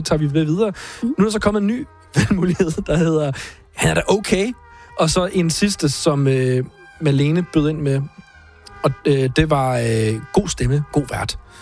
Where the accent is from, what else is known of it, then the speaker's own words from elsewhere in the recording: Jutland, Denmark; accent: Jutlandic; Hvis jeg synes, jeg snakker for jysk, så er det bare at sige det, ikke?